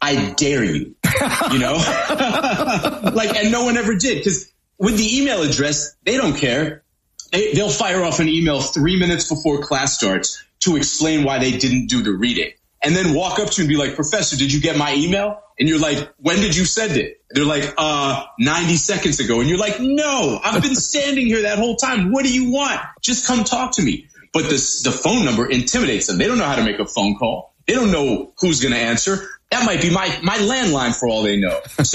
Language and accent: English; Boston, Massachusetts, United States; I grew up in Boston. I grew up under the curse of the Bambino.